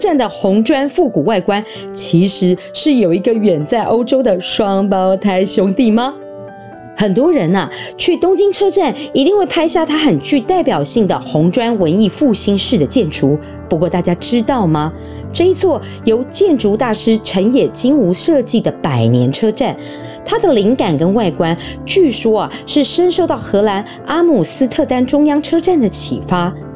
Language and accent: Chinese; Taiwan